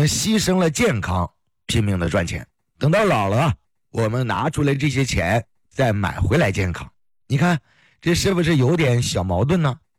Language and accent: Chinese; Heilongjiang, China; 那我们老家呢黑龙江的那就更冷了，那一到冬天-30度那是很常见的事儿。